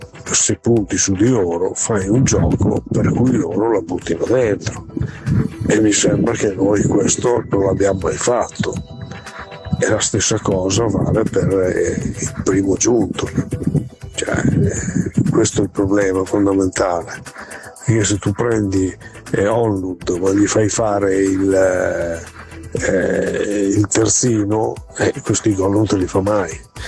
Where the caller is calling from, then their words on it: Imola, Emilia-Romagna, Italy; da Imola.